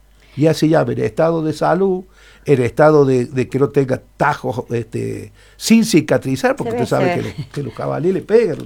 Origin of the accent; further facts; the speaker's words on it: San Juan, Argentina; tenía que juzgar en mi país de origen.